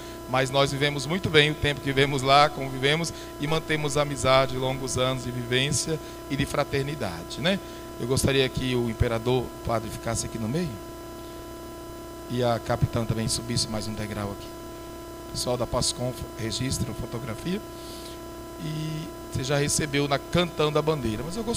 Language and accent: Portuguese; Bahia, Brazil; moved away; also born or lived in Caxias do Sul; Vocês sabem que eu sou baiano de Botirama, né?